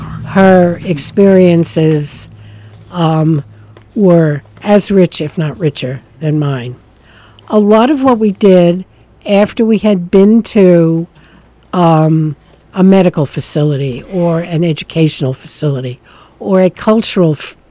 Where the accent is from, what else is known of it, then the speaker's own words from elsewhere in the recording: Syracuse, New York, United States; moved away as an adult; I come from Syracuse, New York.